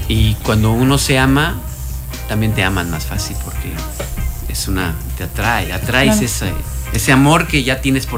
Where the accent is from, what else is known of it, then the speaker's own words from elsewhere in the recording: Puerto Morelos, Quintana Roo, Mexico; nuestro Puerto Morelos querido. Llevamos toda la vida ahí